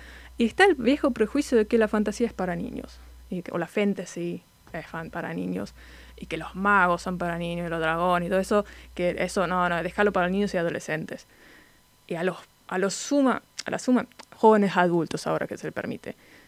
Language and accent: Spanish; Germany; Spanish is a second language; moved away as an adult; now in Argentina; soy querés. De Alemania.